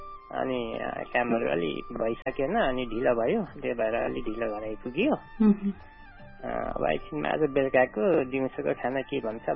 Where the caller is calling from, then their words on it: Koshi Province, Nepal; ठ्याक्कै यहाँ अब मेरो गाउँ क्षेत्र पर्छ होइन